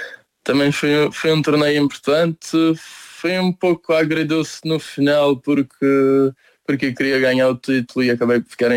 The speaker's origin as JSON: {"language": "Portuguese", "region": "Madeira", "country": "Portugal", "moved": "yes"}